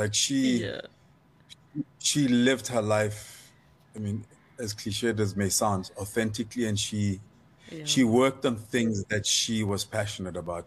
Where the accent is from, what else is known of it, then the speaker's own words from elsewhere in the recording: Lesotho; growing up in Lesotho in a particular time